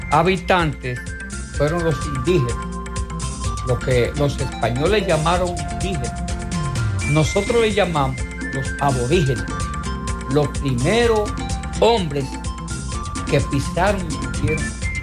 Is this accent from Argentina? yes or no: no; Juan López, Espaillat, Dominican Republic; la zona donde tú vives, donde yo nací, Juan López